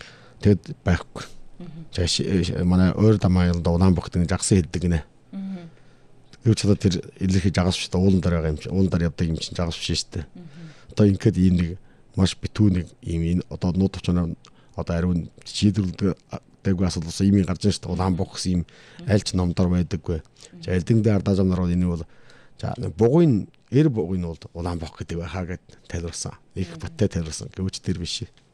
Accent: Inner Mongolia, China

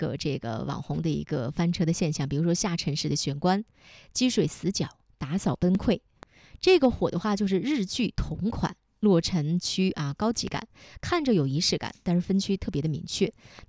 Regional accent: China; 我们中国人

